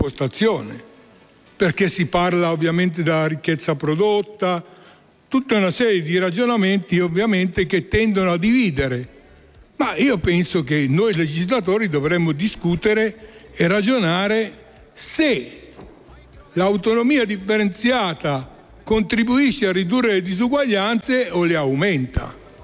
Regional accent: Brianza, Lombardy, Italy; io sono lombardo, orgogliosamente brianzolo lombardo, cittadino italiano e del mondo

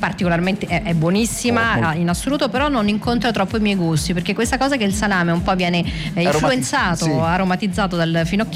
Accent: Umbria, Italy; io sono umbra

